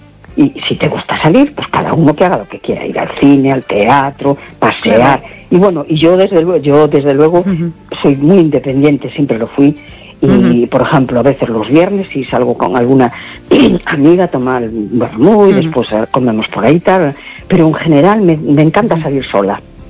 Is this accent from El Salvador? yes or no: no; A Coruña, Galicia, Spain; Hola, buenas noches … de La Coruña.